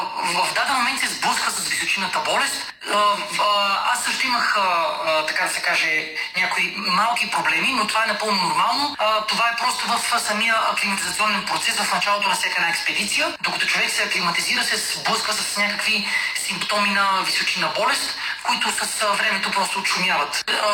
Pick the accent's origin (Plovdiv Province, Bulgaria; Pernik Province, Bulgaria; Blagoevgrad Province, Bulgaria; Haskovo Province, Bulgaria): Blagoevgrad Province, Bulgaria; Razlog; туристическото лого на родният ми град Разлог.